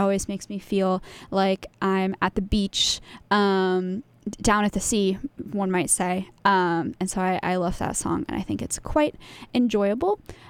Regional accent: Palm Springs, California, United States; born there; I was born in the desert. I was born in Palm Springs

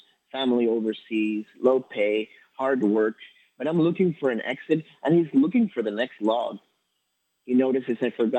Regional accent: Ecuador; moved away; when I first moved here, as I mentioned, I came from Ecuador, and while I was waiting to become a resident, it took a long time.

